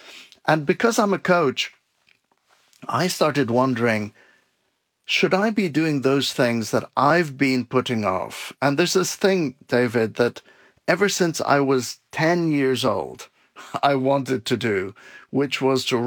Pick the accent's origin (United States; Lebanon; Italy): Lebanon; Beirut, Beirut Governorate; And that was a big dream, because I was a kid growing up in Beirut, Lebanon. There was a civil war going on. I was 10 years old.